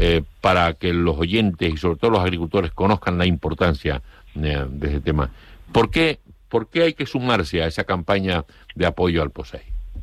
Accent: Canary Islands, Spain; Es que somos muy canarios.

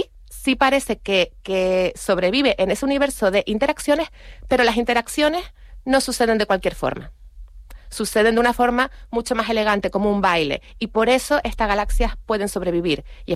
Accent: Canary Islands, Spain; como canaria, que cuidemos un poquito más nuestra isla

